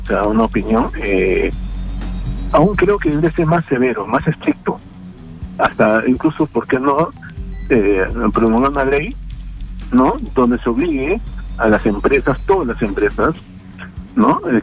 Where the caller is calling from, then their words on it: Lima, Peru; llamo de Magdalena del Mar.